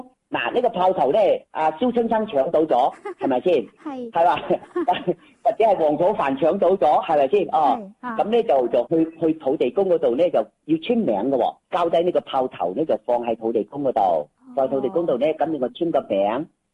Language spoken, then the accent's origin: Cantonese; Yangchun, Guangdong, China; now in Shenzhen, China; 我家乡系阳江阳春人。